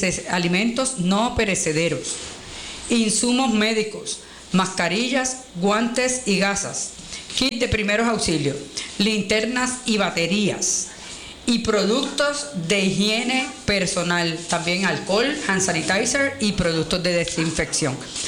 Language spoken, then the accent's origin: Spanish; Puerto Rico; así somos los puertorriqueños, damos de lo que tenemos.